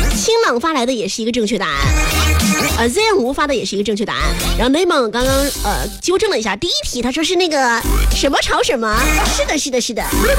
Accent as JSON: {"language": "Chinese", "region": "Sichuan", "country": "China", "said": "因为作为一个四川人"}